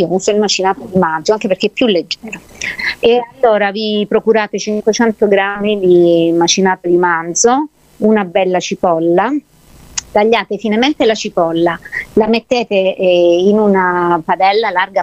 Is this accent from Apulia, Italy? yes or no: yes; Apulia, Italy; Io sono salentina, certo.